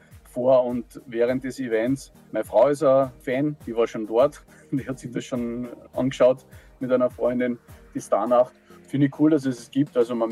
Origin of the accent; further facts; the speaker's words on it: Klagenfurt, Carinthia, Austria; ich bin in Klagenfurt aufgewachsen und bin eigentlich seit meiner Kindheit immer im Klagenfurter Strandbad